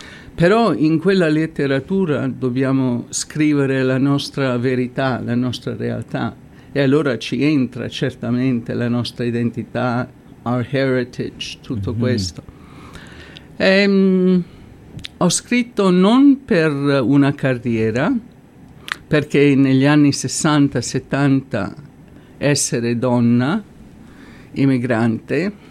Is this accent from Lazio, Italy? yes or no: yes; Ceprano, Lazio, Italy; born there; Allora, io sono nata a Ceprano e mio papà venne in Canada nel 1956, perché dopo la guerra la nostra zona nel Lazio è stata molto molto distrutta